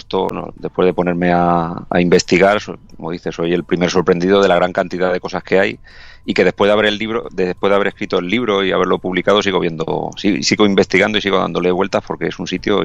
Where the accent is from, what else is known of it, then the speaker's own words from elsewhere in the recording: Madrid, Community of Madrid, Spain; yo como madrileño también he tenido siempre el perfil de la sierra como el horizonte, ¿no? Desde mi propia casa era algo que veía a diario.